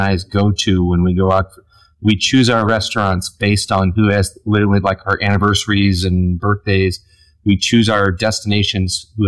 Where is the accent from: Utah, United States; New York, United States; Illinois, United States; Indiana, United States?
Illinois, United States; Edwardsville; moved away as an adult; Edwardsville was the best. I loved growing up there. I don't recognize it anymore, because when I left in 88, it was like 12.5, and now it's like 40,000.